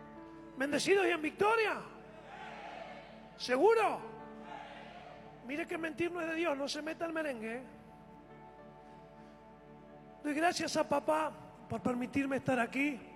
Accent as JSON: {"language": "Spanish", "town": "Centenario", "region": "Neuquén", "country": "Argentina", "tie": "born there", "said": "Mi abuela, yo soy nacido en Centenario, allí en Neuquén, provincia de Neuquén."}